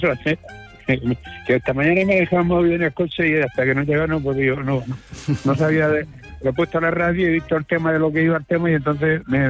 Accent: Aledo, Region of Murcia, Spain; Pero tenemos aquí a un paso de mi pueblo, que es Aleo, y todos los días.

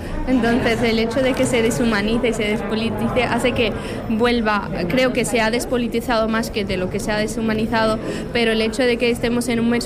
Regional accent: Western Sahara; now in Spain; somos los saharauis en el Estado español

